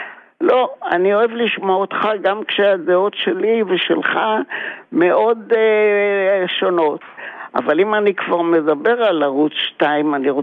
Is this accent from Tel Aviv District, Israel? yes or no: yes; Tel Aviv, Tel Aviv District, Israel; מתל אביב.